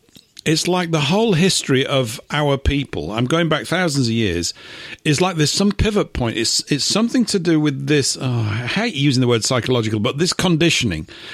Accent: England, United Kingdom; as an English type

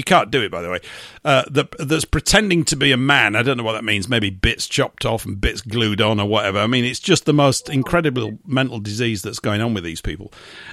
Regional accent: England, United Kingdom; I'm English, mate. You know, I'm not British.

